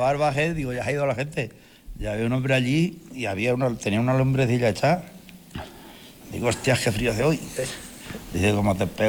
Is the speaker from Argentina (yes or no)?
no; Casas de Haro, Castilla-La Mancha, Spain; born or raised there